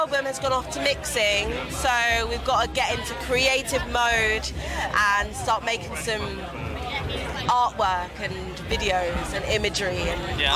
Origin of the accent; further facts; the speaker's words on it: Jamaica; I'm from Jamaica.